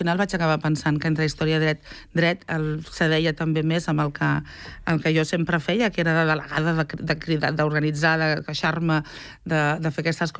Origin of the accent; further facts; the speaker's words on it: Barcelona, Catalonia, Spain; first language Catalan; jo vaig néixer al Poble Sec, tot i que al final és el mateix districte, i no visc allà.